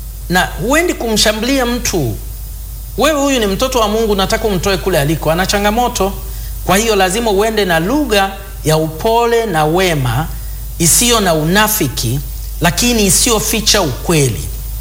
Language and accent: Swahili; Tanzania; Najua nilikuwa nimetoka Tanzania, kwa hiyo ni mgeni kutoka mbali